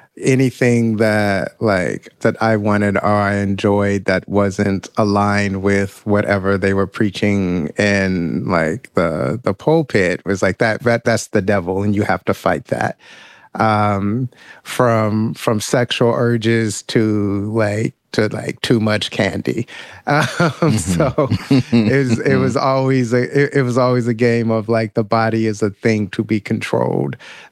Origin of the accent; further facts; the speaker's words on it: United States; the way that I grew up in Western norms and then what I experienced in prison, like one was just a continuation of the other for like a person in my positionality, which was like a young Black boy in America.